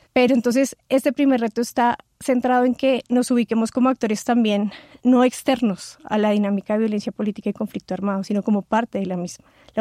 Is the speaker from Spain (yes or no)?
no; Colombia; Como sociedad colombiana sí que tenemos retos